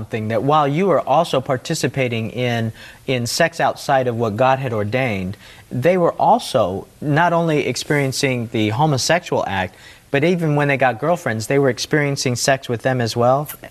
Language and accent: English; Tennessee, United States; I'm from Tennessee, and together we have Coming Out Ministries.